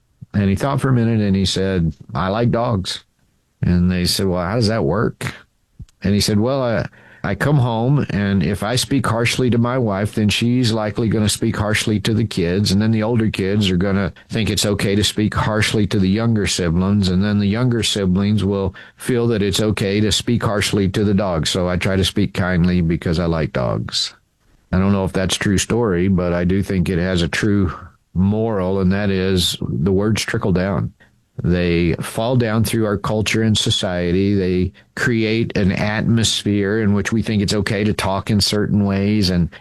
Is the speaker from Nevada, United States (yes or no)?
no; Texas, United States; I grew up in Texas, and I've asked people sometimes about some of these, and they've never heard of them.